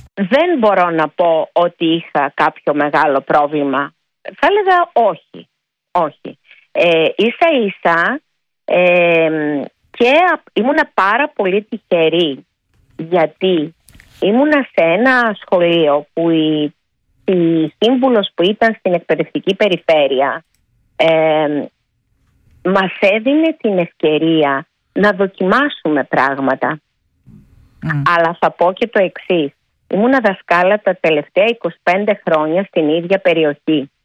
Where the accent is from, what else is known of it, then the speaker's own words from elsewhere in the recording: Antissa, North Aegean, Greece; moved away; Γιατί εγώ δεν ήμουνα τέτοιο παιδί. Εγώ ήμουνα παιδί που άρχισε να ζητάει αυτό που θέλει αφού έφυγα από την Άντισσα.